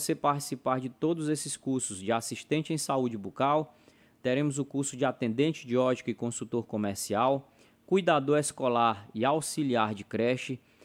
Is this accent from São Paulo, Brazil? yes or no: no; Teresina, Piauí, Brazil; Eu sou natural de Teresina, no Piauí.